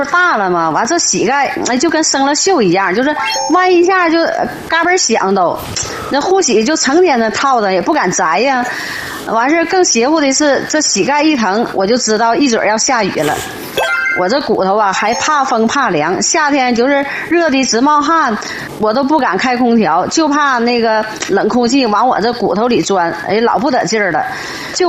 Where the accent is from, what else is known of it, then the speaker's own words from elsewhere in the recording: Dalian, Liaoning, China; 我吧62了，今年老家是那个大连的，打小就在海边长大呀，然后小时候身体弱，家里那个条件也不好